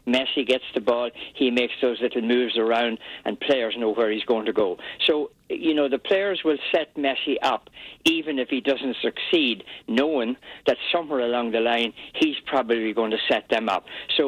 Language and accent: English; Ireland; Yeah, I'm Irish. I don't understand that.